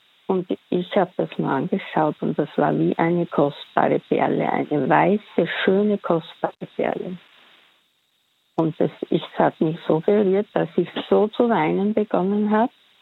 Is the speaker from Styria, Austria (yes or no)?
yes; Styria, Austria; Lukas, wir kennen uns, Herr Kaplan. Ich bin aus der Steiermark.